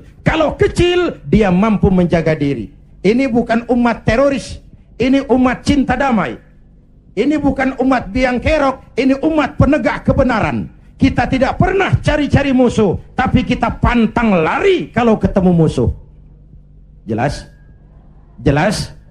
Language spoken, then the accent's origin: Indonesian; Indonesia; Kita rakyat Indonesia